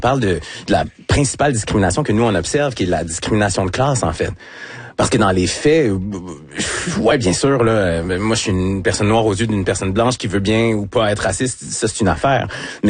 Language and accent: French; Quebec City, Quebec, Canada; born there; Je ne suis pas né au Sénégal. Je suis né à Québec. Je suis né à Québec, deux parents sénégalais, cela dit, qui étudiaient à l'Université Laval.